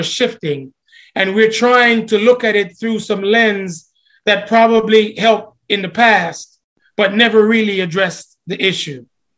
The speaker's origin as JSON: {"language": "English", "town": "Portmore", "region": "Saint Catherine Parish", "country": "Jamaica", "tie": "born or raised there", "also_born_or_lived": "Kingston, Jamaica / Trinidad", "said": "So now I'm sitting here as an accountant, a little guy from Kingston, Jamaica, born and raised in Portmore, St. Catherine. Lived in Trinidad for 2 years."}